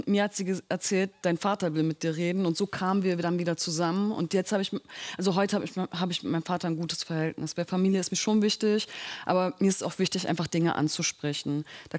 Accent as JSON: {"language": "German", "region": "Berlin", "country": "Germany", "tie": "born or raised there", "said": "ich komme aus Berlin-Moabit. Das war mal sehr laut, sehr viele Türken, sehr viele Araber im Haus. Ich habe drei Geschwister, ich bin mit wenig Geld groß geworden und beide Eltern halt irgendwie aus ganz einfachen Verhältnissen."}